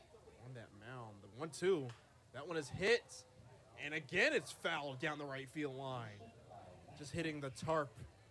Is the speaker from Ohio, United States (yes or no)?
no; Chicago, Illinois, United States; I mean, I grew up around the Chicago area.